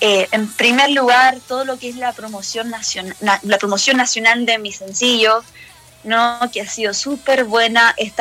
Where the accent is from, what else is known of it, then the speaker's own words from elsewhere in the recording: Santiago, Santiago Metropolitan Region, Chile; Soy de Santiago.